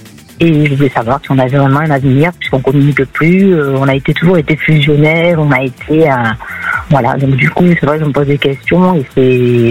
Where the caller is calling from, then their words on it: Aix-en-Provence, Provence-Alpes-Côte d'Azur, France; Des Bouches-du-Rhône, d'Aix.